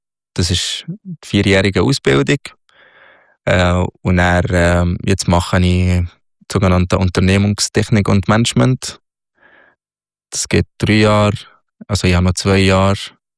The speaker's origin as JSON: {"language": "German", "country": "Egypt", "second_language": "German", "moved": "as an adult", "lives_now": "Switzerland"}